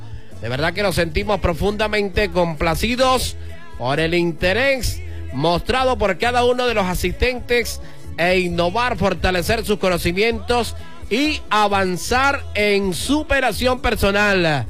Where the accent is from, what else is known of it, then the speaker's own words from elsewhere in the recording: Caribbean coast, Colombia; moved away; como decimos en la costa norte colombiana